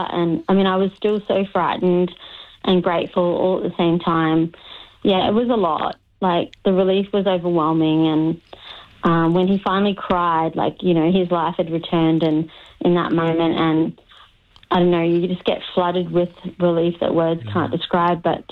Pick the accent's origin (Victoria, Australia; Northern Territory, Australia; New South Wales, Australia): Northern Territory, Australia; now in Gold Coast, Australia; I'm originally from the Arnhem Land and now I live on the Gold Coast.